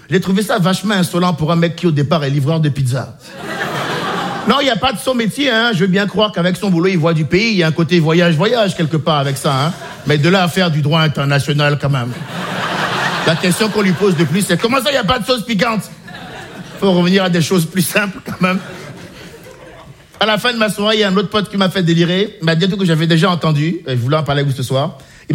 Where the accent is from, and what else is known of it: Benin; born or raised there